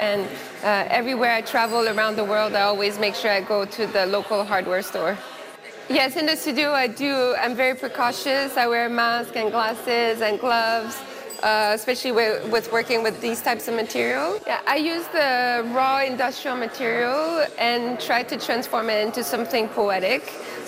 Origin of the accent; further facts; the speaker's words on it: Aylmer, Quebec, Canada; I grew up partly in Elmer, Quebec, so just on the other side of the river from the National Gallery. I used to come to Ottawa all the time. This is my place. This is where I grew up.